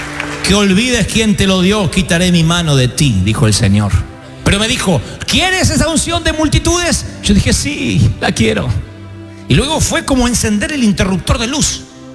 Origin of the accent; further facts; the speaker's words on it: Argentina; Quien no me conoce y que sabe que soy argentino